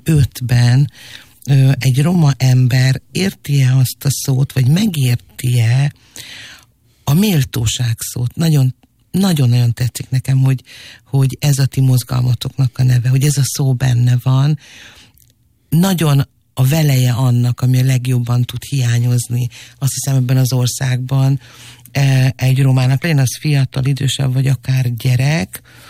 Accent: Hungary; nekem ez romaként is nagyon szomorú. De mondjuk azt, hogy magyar állampolgárként.

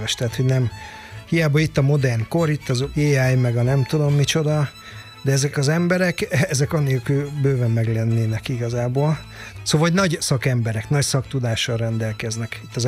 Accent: Szeged, Csongrád-Csanád, Hungary; Én ugye szegedi vagyok

